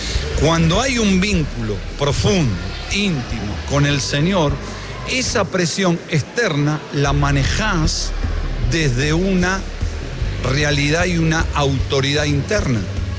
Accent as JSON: {"language": "Spanish", "country": "Argentina", "said": "Vengo de Argentina, ustedes lo saben."}